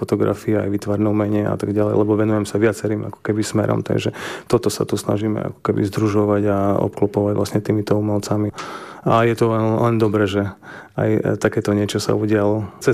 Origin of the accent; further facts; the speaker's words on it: Spiš, Slovakia; tu na u nás na Spiši